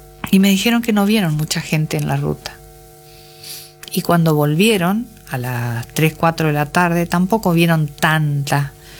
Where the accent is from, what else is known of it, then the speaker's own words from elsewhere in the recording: Avellaneda, Argentina; De Avellaneda, de mi pueblo también.